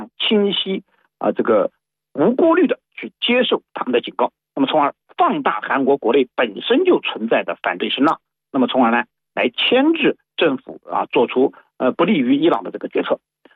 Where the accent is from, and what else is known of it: China